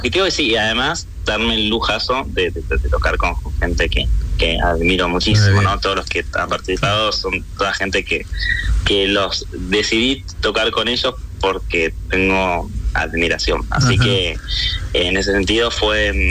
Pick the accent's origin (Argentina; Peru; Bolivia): Argentina